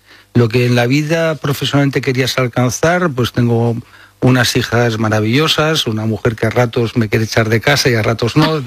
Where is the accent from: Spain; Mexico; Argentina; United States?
Spain; Barcelona, Catalonia; born or raised there